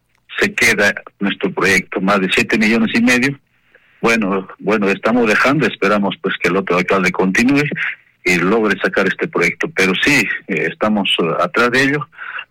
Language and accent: Spanish; Chumpi, Ayacucho, Peru; nuestro pueblo de Chumpi